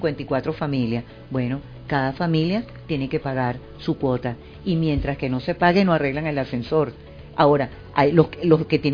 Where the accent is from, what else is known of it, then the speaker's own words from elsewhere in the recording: Venezuela; Todos somos Venezuela